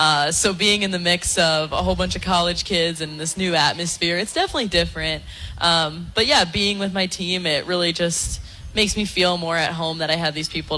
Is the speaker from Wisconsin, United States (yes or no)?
yes; Wisconsin, United States; moved away as an adult; now in Youngstown, United States; I'm coming back to Wisconsin after I'm done here.